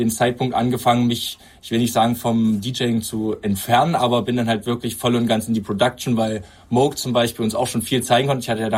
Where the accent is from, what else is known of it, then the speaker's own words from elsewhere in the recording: East Germany, Germany; Es hat halt, weil es bei uns im Osten, muss man sagen, halt ziemlich bekannt ist, mit Hardtech angefangen.